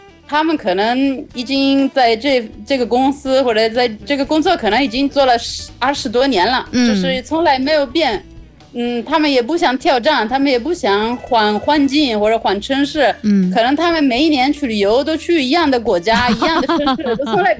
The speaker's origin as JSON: {"language": "Chinese", "country": "Italy", "second_language": "Chinese", "said": "我们意大利那边有很多可能30岁还没有到40岁，他们已经觉得哦，我就这样吧，我就到这儿了。"}